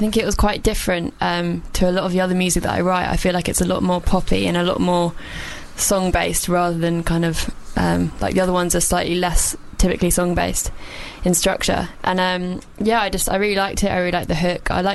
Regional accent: South East England, United Kingdom; Near Hastings, in the south of England.

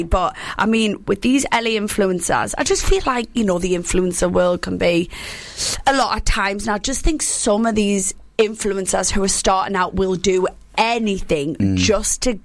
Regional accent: Newcastle upon Tyne, North East England, United Kingdom; Yeah, I'm the Geordie version.

